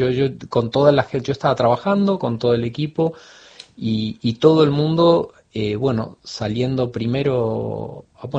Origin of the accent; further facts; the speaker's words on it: Buenos Aires, Argentina; moved away as an adult; also born or lived in United States / France; now in Fukuoka, Japan; desde los 6 años hasta la universidad estuve en Buenos Aires.